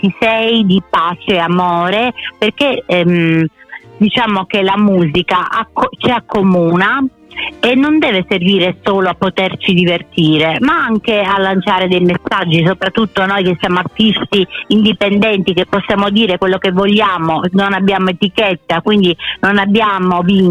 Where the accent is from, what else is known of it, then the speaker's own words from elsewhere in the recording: Lipari, Sicily, Italy; born there; Ma io sono nata alle Isole Eolie